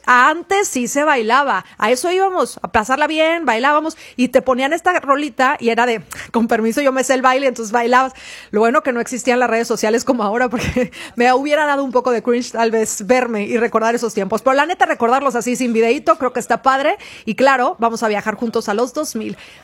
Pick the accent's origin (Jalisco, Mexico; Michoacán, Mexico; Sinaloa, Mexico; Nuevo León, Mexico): Sinaloa, Mexico; Mazatlán; los que somos de Mazatlán o que somos acá de Sinaloa